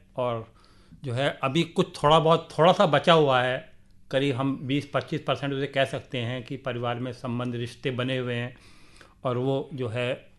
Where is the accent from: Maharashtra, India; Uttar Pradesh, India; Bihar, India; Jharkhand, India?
Uttar Pradesh, India; Moradabad; born there; also born or lived in Muzaffarnagar district, Uttar Pradesh; जहाँ हम मूल निवासी हैं, वहाँ पर हमने 2 साल परिवार के साथ में शिक्षा ग्रहण की। उसके बाद में पापा के साथ में हम जो है मुरादाबाद आ गए।